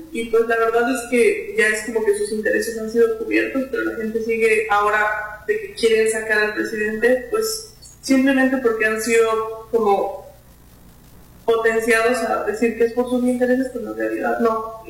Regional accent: Bolivia

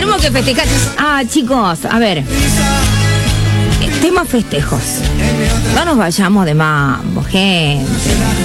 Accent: Argentina; Somos argentinos.

